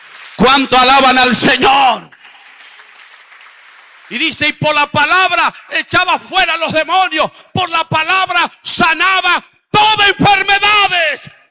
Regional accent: La Guajira, Colombia; yo vengo de La Guajira.

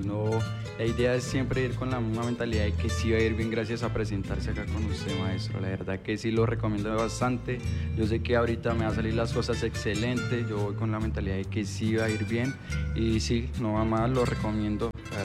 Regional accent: Cambao, Cundinamarca, Colombia; Yo vengo de Cambao, me pegué el viajecito hasta acá porque me recomendaron y pues vengo con toda.

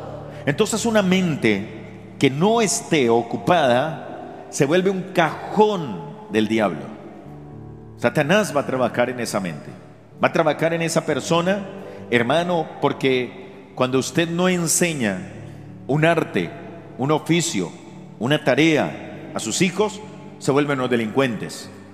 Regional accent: Colombia

